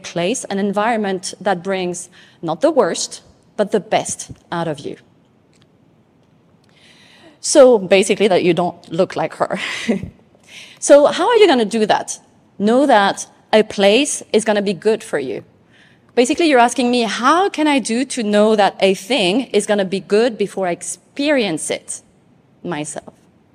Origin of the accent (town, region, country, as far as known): French Polynesia; born or raised there